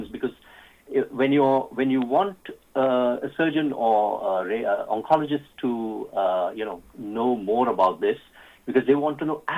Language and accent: English; Pune, Maharashtra, India; I was from Loyola High School, in Pune.